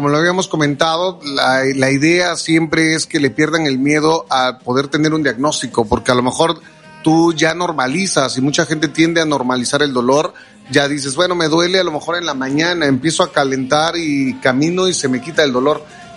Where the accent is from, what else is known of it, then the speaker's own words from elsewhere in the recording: Veracruz, Mexico; No, soy de Veracruz. Gracias, orgullosamente veracruzano y para los veracruzanos.